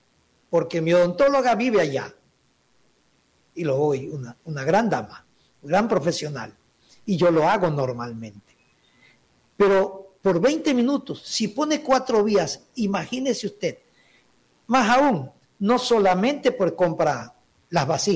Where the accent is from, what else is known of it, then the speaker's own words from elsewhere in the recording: Ecuador; Pido como ecuatoriano que se hagan la forma más correcta.